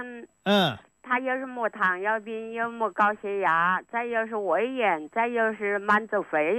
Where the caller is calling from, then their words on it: Wuhan, Hubei, China; 我是武汉阳原的。